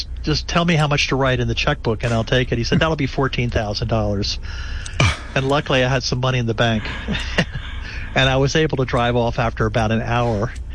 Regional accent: Bethesda, Maryland, United States; I'm from Bethesda, Maryland. We never check the oil.

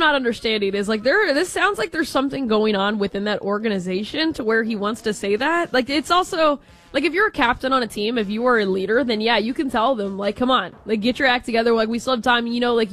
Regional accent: Texas, United States; But I'm an only child. I'm from Texas. I got that, like, strong Texas, like, you know, personality.

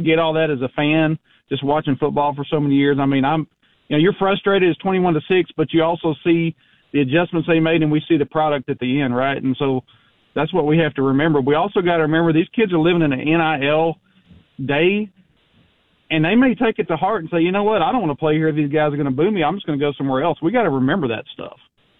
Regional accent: Texas, United States; I listen every morning in Texas. I'm so glad for modern technology where I can listen to my home state over there.

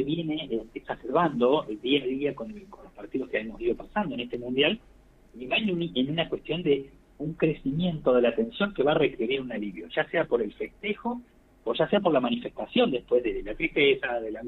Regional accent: Argentina; somos todos argentinos, somos los 50 millones de argentinos

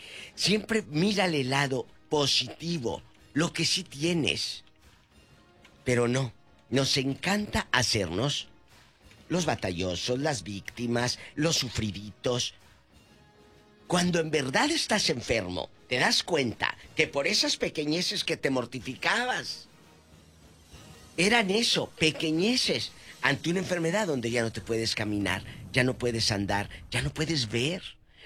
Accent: Matamoros, Tamaulipas, Mexico; De Matamoros, de mi tierra.

